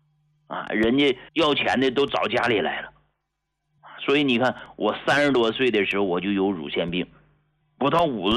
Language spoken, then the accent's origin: Chinese; Hegang, Heilongjiang, China; 到啥时候我都知道我是从农村出来的，对吧？啊，农村老家，我的出生地就是黑龙江鹤岗市